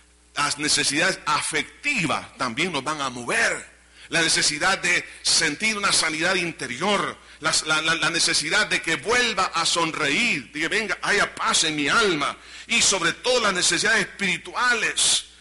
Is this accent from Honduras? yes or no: no; El Salvador; Como salvadoreños y en muchas otras culturas, se evita la confrontación cara a cara.